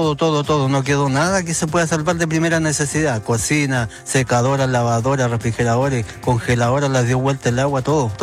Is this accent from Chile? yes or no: yes; Chile; como chilenos nos merecemos una vivienda digna y vivir en tranquilidad.